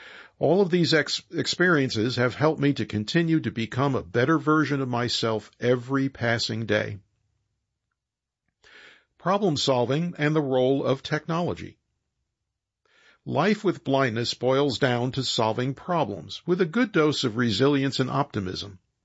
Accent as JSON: {"language": "English", "country": "India", "also_born_or_lived": "Singapore / United Kingdom", "moved": "as an adult", "lives_now": "United States", "said": "Though I am originally from India, I earned my PhD at National University of Singapore. I did postdoctoral training at Imperial College London in the United Kingdom before moving to the States in 2011."}